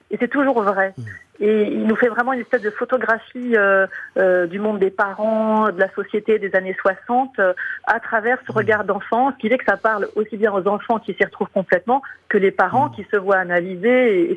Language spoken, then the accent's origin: French; France